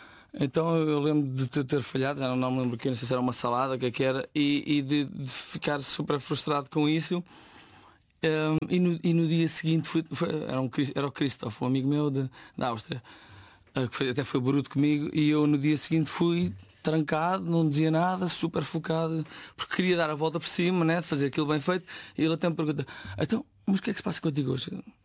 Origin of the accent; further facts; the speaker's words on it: Lourinhã, Centro, Portugal; eu sou de Ribamar de Lourinhã, no Oeste, e a minha mãe é pasteleira e o meu pai é agricultor.